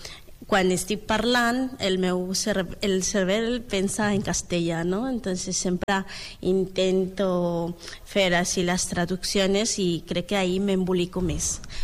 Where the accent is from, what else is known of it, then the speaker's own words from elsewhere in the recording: Bolivia; Catalan is a second language; moved away as an adult; now in Spain; Ah, soc boliviana.